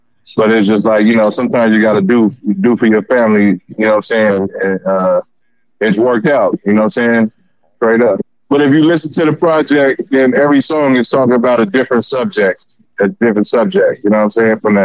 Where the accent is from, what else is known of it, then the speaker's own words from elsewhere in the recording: Oakland, California, United States; I'm from East Oakland.